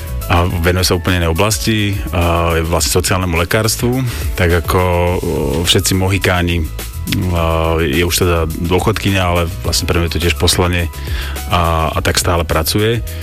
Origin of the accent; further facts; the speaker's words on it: Prievidza, Trenčín Region, Slovakia; also born or lived in Handlová; pochádzam teda z Hornej Nitry, narodil som sa v Handlovej a vlastne som svoje detstvo, dospievanie prežil v Prievidzi.